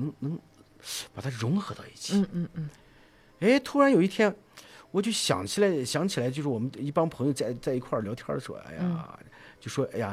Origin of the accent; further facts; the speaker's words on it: Xinjiang, China; 攒金是咱们新疆的方言，意思就是厉害、给力、有精神气